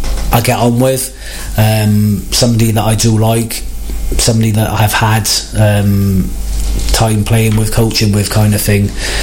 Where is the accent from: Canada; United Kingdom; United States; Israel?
United Kingdom; we're not used to this kind of weather being British